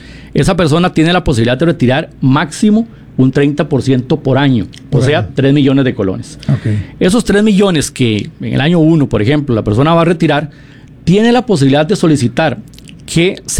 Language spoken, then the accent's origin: Spanish; San Marcos de Tarrazú, San José, Costa Rica; Yo soy de San Marcos de Tarazú. De la zona de Los Santos.